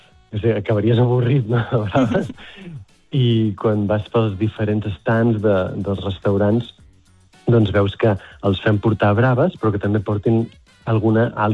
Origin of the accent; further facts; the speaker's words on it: Girona, Catalonia, Spain; born there; jo vaig néixer a Girona